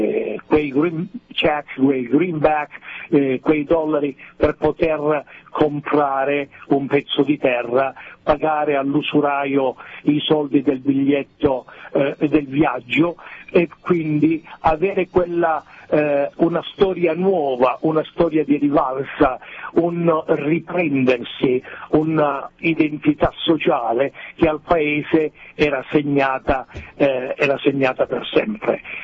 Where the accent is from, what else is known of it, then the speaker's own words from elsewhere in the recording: Calabria, Italy; Quando io e te parliamo in dialetto, tu capisci che non abito al tuo paese ma mi distingui come calabrese e viceversa.